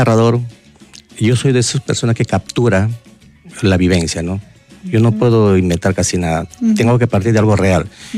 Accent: San Martín, Peru; Yo soy de San Martín y he vivido a la orilla de los ríos durante 8 años, así que nazco, no caminé sin zapatos, me fui a los colegios así, porque esa era parte de nuestra vida.

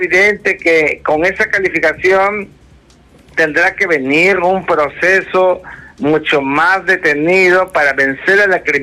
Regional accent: Peru

